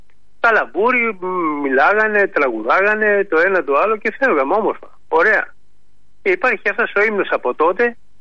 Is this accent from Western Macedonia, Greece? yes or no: no; Gerolimenas, Peloponnese, Greece; Ακριβώς είμαι πάνω Μπουλαριούς και το επίνειό μας είναι από Γερολιμένα.